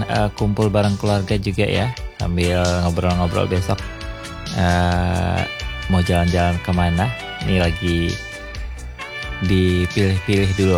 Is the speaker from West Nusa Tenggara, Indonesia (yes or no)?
yes; East Lombok, West Nusa Tenggara, Indonesia; moved away; di sebagian Lombok Timur termasuk di kampung halaman saya.